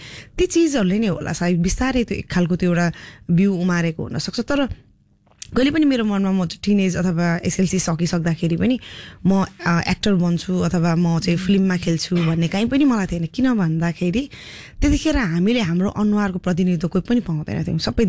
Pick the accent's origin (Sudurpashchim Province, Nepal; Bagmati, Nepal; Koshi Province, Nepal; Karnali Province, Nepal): Koshi Province, Nepal; Dharan; म चाहिँ जन्मे हुर्केको चाहिँ धरान हो.